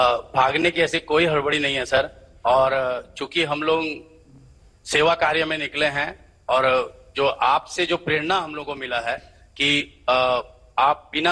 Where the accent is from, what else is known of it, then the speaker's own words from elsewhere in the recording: Jamshedpur, Jharkhand, India; steel city Jamshedpur से निवासी, जमशेदपुर का निवासी हूँ